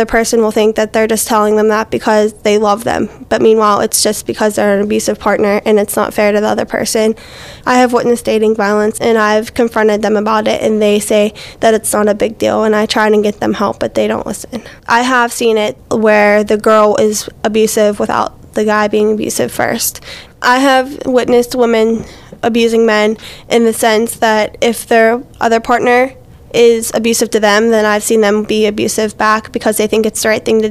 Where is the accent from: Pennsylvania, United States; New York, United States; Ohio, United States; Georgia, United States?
Pennsylvania, United States; South Allegheny; I'm 16 from South Allegheny.